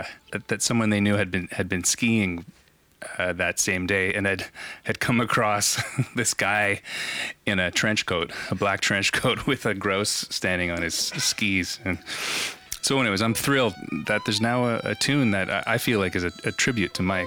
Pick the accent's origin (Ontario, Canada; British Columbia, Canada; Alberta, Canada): Ontario, Canada; also born or lived in Thunder Bay, Ontario; I play the double bass with … we're from Ontario, Canada.